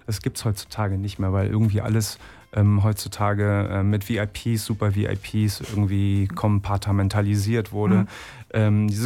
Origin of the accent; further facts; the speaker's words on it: Berlin, Germany; moved away as an adult; now in Düsseldorf, Germany; ich darf das auch sagen, als Berliner